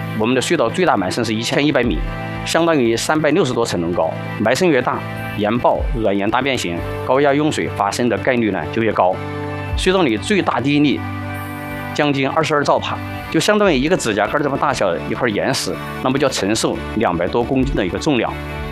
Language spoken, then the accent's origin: Chinese; China